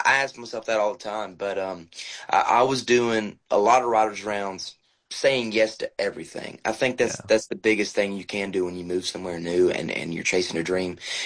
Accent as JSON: {"language": "English", "region": "Georgia", "country": "United States", "said": "we have the same timbre in the same talking voice just because we're Southern boys from Georgia."}